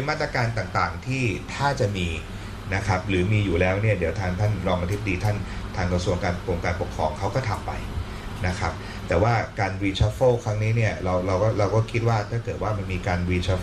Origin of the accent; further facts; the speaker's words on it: Isan, Thailand; อย่างผมมาจากอีสาน